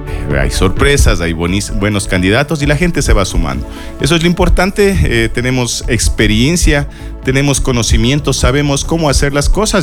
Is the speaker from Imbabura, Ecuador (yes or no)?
yes; Quiroga, Imbabura, Ecuador; Cuando me preguntaban de dónde eres, decía de Quiroga